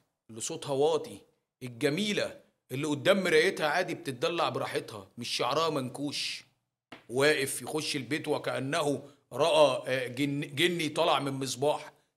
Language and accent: Arabic; Egypt; أنا مواطن مصري